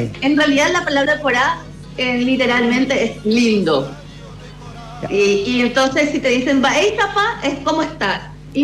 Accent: Paraguay; also born or lived in Chile; Sí, bueno, soy más chilena que paraguaya a esta altura de mi vida.

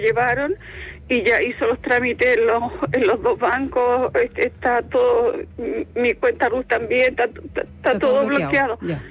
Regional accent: Viña del Mar, Valparaíso, Chile; Somos de Viña y ella pertenece al Hospital Naval.

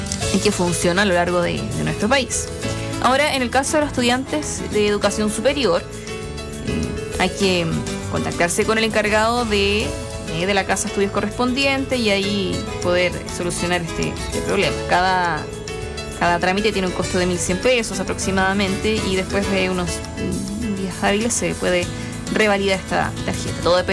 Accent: Chile; como buen chileno uno siempre anda a última hora

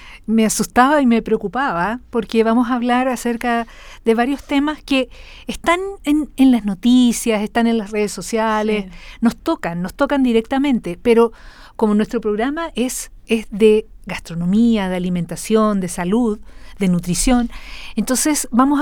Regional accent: Chile

